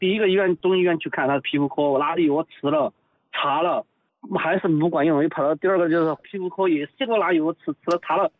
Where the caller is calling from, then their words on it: Sichuan, China; 因为我是四川人嘛。